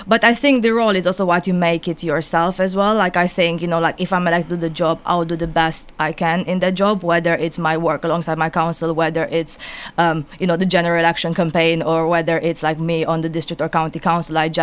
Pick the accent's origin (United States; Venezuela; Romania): Romania; born there; English is a second language; moved away; No, I was born in Romania. Yeah.